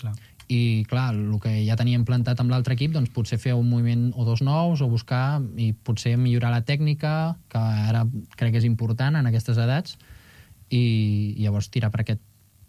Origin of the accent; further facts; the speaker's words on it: Arenys, Catalonia, Spain; now in Lleida, Spain; tinc alguna cosa més d'Arenys allà a l'habitació, que al final també em recorda d'on soc, quin és el meu origen